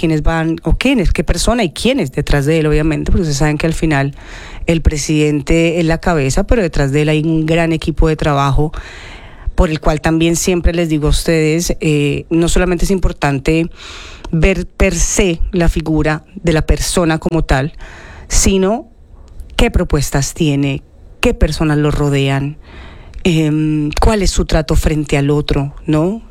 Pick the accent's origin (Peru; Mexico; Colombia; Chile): Colombia; now in Madrid, Spain; una de las grandes ventajas que tenemos como colombianos es que aún estando lejos